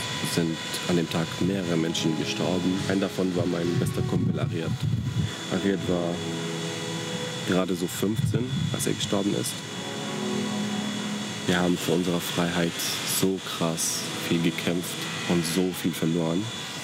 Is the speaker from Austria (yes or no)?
no; Syria; now in Germany; Während ich selbst entscheiden kann, wann ich endgültig nach Syrien zurückkehre, haben viele andere keine Wahl.